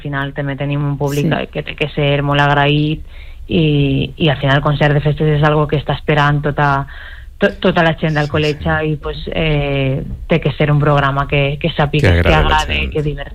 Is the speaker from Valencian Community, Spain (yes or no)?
yes; Valencian Community, Spain; gent del poble que viuen a Alacant, pues van acudir en massa, no, a l'Ada per dir, ostres, la banda del meu poble ve a la capital, no?